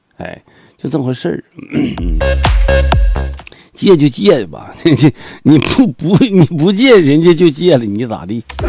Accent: China; 跟咱们中国呢

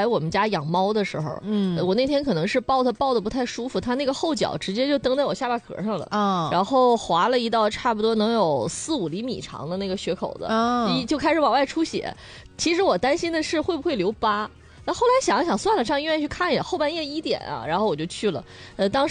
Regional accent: China; born there; 我们生在中国

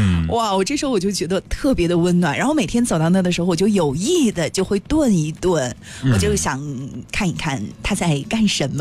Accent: Kashgar, Xinjiang, China; 就是我觉得就是像我是在喀什出生长大的，我也叫不出这么多桃子的名字

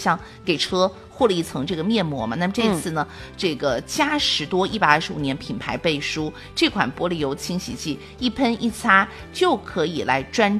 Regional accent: Jiangxi, China

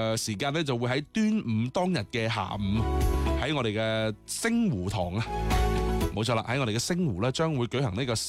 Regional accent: Guangdong, China; 我哋广东人

